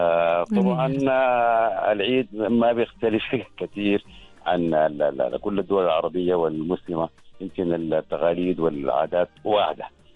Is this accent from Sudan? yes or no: yes; Sudan; now in Oman; عيد الأضحى يعتبر من أهم المناسبات الاجتماعية والدينية عندنا في السودان.